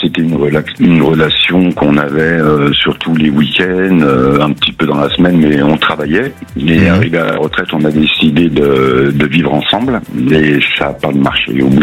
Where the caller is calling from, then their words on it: Pézenas, Occitanie, France; De Pézenas.